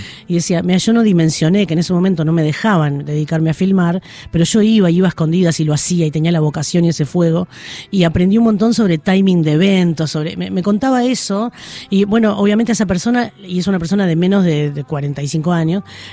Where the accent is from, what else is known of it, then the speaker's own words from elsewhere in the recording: Uruguay; Ya que soy uruguaya